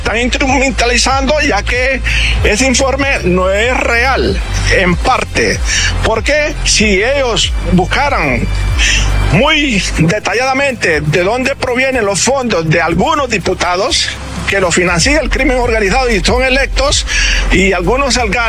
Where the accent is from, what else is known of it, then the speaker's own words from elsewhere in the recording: Honduras; lo hacemos como hondureño